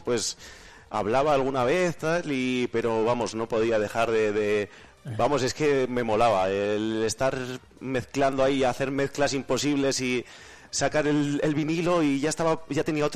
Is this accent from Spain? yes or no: yes; Matamalas, Spain; yo soy de Matamalas, de un pueblo que... Me iba a un telecentro que tiene el ayuntamiento y ahí tenían conexión a internet